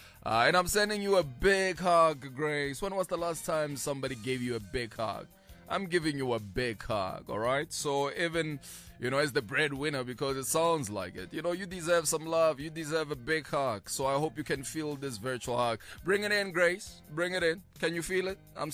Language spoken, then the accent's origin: English; Pretoria, Gauteng, South Africa; growing up in Pitori